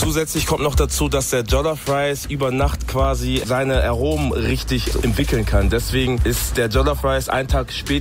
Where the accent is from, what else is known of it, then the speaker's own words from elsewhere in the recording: Nigeria; moved away; Ich komme zwar aus Nigeria